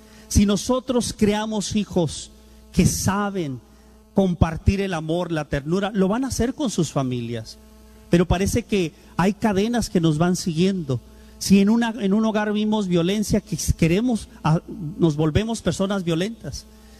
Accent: Tijuana, Baja California, Mexico; born there; Yo nací aquí en Tijuana. Por supuesto, una madre soltera fue la que me crió.

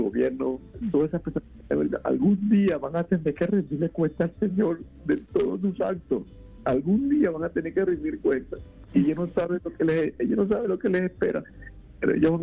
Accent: Venezuela; todas estas cosas que están pasando en mi país, pues, lamentablemente, dos golpes bien fuertes, muy, muy fuertes. Mi familia vive en La Guaira, uno de los estados que está muy afectado

